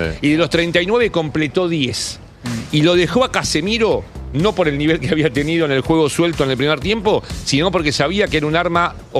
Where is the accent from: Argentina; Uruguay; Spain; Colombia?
Argentina; Yo soy un argentino al cual le gusta el fútbol de Brasil